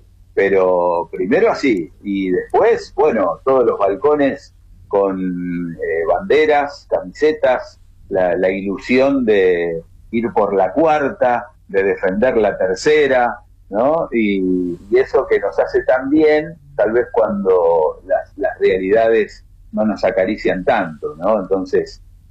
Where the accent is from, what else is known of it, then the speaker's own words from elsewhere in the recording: Argentina; somos Argentina